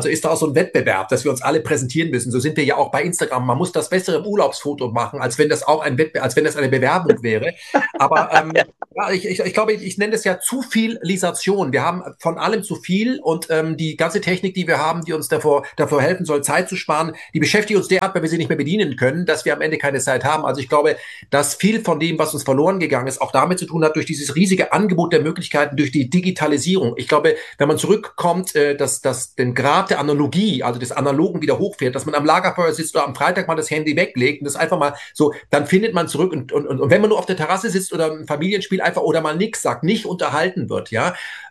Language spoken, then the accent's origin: German; Germany; Und ich kann es als Deutscher nicht so richtig einschätzen, weil die Schweiz ist für uns Deutsche komplex.